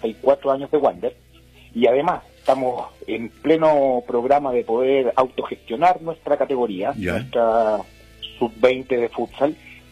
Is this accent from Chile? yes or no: yes; Valparaíso, Chile; nosotros como referentes porteños y guanderinos.